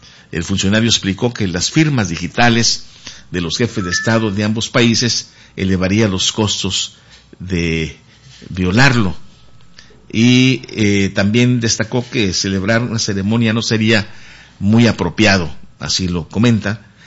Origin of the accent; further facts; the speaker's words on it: Mexico; nosotros debemos como mexicanos oponernos